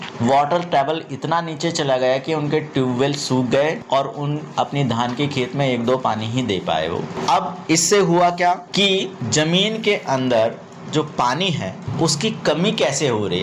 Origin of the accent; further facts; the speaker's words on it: Balaghat, Madhya Pradesh, India; जैसा कि हम जानते हैं बालाघाट जो हमारा जिला है